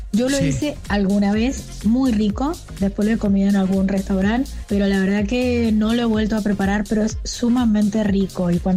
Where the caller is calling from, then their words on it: San Juan, Argentina; Hola, Ger, desde San Juan